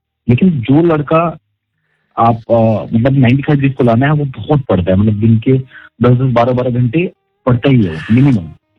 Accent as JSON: {"language": "Hindi", "region": "Bihar", "country": "India", "moved": "yes", "lives_now": "Faridabad, India", "said": "तो पहली बार मैं बिहार से यहाँ आया दिल्ली, दिल्ली में कहा फरीदाबाद।"}